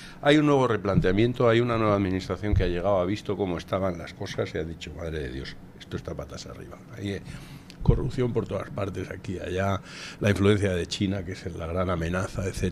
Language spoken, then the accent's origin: Spanish; Spain